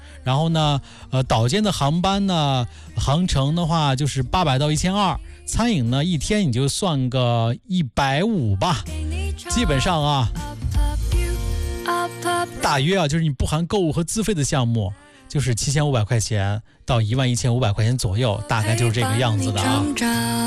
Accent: Hebei, China; 咱们河北人

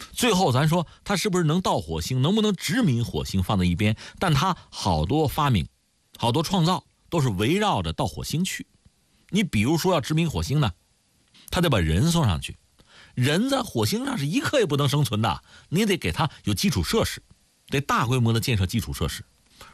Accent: China

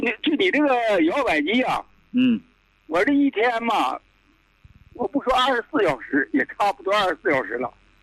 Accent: Northeast China, China; accent: Northeastern; also born or lived in Fuyang, Anhui; 我是安徽人，在东北长大的，我安徽阜阳的。

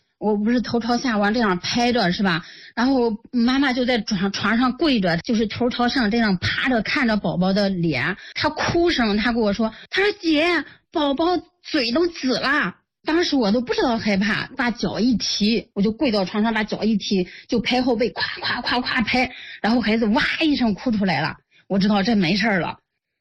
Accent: Xingtai, Hebei, China; moved away; 回老家了，因为我老家邢台的

